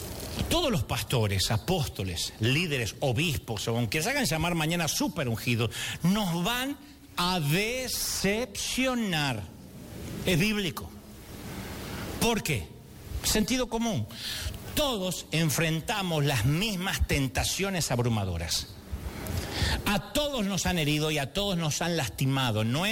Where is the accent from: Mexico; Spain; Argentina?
Argentina; Tenemos el tango en las venas. Nunca vamos a ser caribeños, nunca.